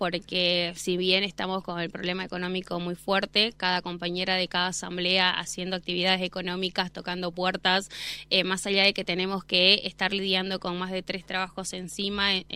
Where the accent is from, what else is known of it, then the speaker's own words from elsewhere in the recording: Buenos Aires, Argentina; de Retiro, la Villa 31, Capital Federal, de Buenos Aires.